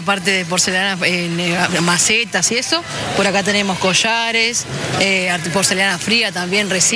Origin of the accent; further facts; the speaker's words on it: Montevideo, Uruguay; Sí, de Montevideo, Uruguay.